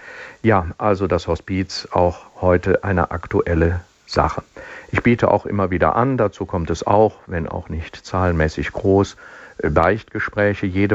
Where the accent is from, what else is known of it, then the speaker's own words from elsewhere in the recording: Rhineland, Germany; accent: Rhenish; Ich sage es mal rheinisch, ich bin ja Rheinländer.